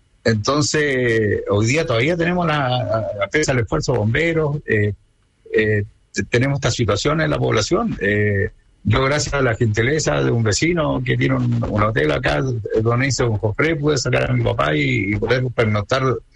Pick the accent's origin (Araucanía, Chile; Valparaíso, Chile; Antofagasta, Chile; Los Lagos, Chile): Antofagasta, Chile; yo soy de Antofagasta, el sentido común me hizo venir hacia Ovalle porque venía un cierto mal tiempo, estaba mi papá, tenía que ayudar a mi hermano